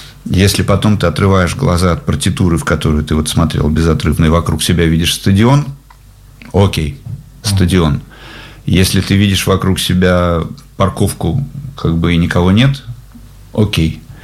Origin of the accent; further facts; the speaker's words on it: Russia; now in Germany; я из России.